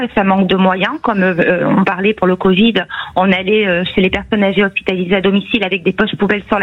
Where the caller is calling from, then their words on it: Lège-Cap-Ferret, Nouvelle-Aquitaine, France; moi j'habite au Cap Ferret